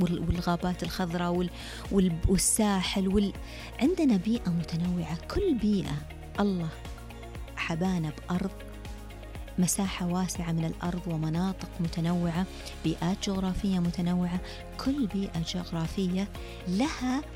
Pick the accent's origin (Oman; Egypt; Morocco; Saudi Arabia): Saudi Arabia; أقول لهم أنا سعودي، أنا سعودية.